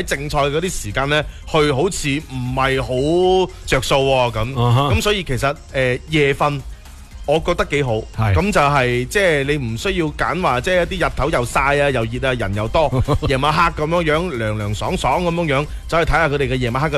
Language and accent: Cantonese; Guangdong, China; 大家都系广东人啦